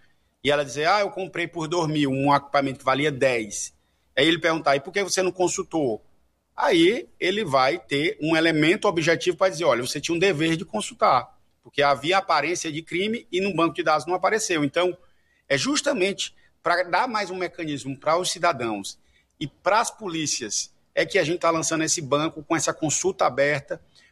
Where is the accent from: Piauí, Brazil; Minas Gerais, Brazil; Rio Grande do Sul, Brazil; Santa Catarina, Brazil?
Piauí, Brazil; Por exemplo, no estado de onde vim, no Piauí, a queda foi superior a 70% dos roubos de celulares.